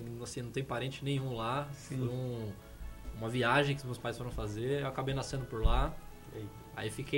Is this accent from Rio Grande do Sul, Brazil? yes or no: no; Guarulhos, São Paulo, Brazil; also born or lived in Itabuna; now in Limeira, Brazil; E depois já mudei para São Paulo mesmo. Né? Cresci em Guarulhos. Aí São Paulo ali foi onde eu, depois que eu casei, mudei, fiz minha carreira. E aí, né, a carreira inclusive me trouxe para Limeira, onde eu tô há 6